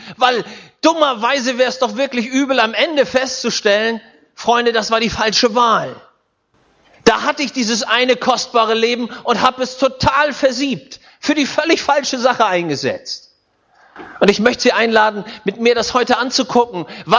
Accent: Schleswig-Holstein, Germany; Und bei uns in Schleswig-Holstein, da gibt es einen Mann, der hat einen Comic gezeichnet, der heißt Werner.

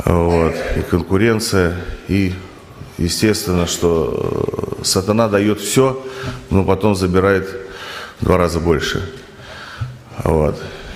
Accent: Bryansk, Bryansk Oblast, Russia; я родом из Брянска, это Россия. Вот, коротко о себе засвидетельствую. Я из православной семьи, рос, ну, можно сказать, на улице.

